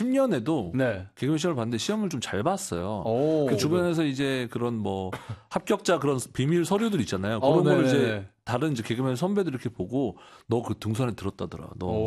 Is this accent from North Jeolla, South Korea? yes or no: no; Yeongju, North Gyeongsang, South Korea; 경북 영주 저희 고향에 내려오지 말라고 했었습니다.